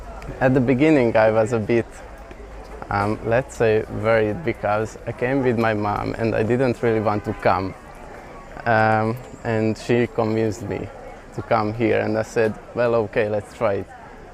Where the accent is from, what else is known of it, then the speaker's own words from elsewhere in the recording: Slovakia; I'm from Slovakia, but I'm Hungarian.